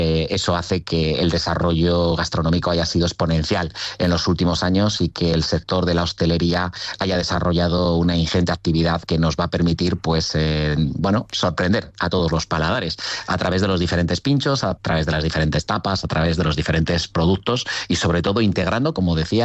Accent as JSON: {"language": "Spanish", "town": "Burgos", "region": "Castile and León", "country": "Spain", "tie": "born or raised there", "said": "Así es, soy de aquí, de Burgos, nacido en Burgos"}